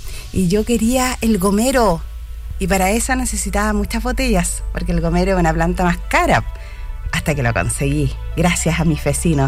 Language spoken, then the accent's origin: Spanish; Santiago, Santiago Metropolitan Region, Chile; cuando era niña y vivía en Santiago